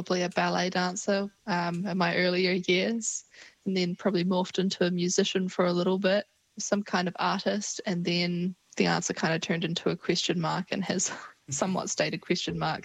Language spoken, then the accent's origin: English; Dunedin, Otago, New Zealand; I am an Otipoti Dunedin girl through and through. I was born here and I have moved out of here since.